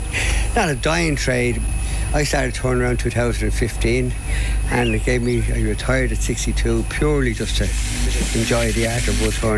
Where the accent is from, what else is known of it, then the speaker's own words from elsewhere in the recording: Ireland; We're here with the Craft Council of Ireland, and we're Irish Woodturners.